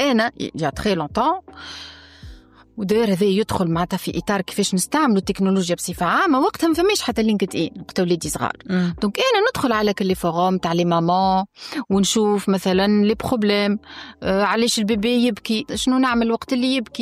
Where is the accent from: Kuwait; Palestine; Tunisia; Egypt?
Tunisia; أنا تونسية